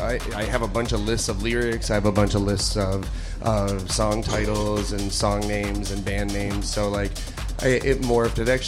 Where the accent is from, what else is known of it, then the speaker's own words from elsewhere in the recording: Detroit, Michigan, United States; we're from Detroit.